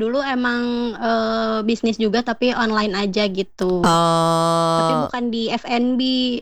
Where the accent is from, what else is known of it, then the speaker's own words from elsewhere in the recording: Bandung, West Java, Indonesia; Aku asli Bandung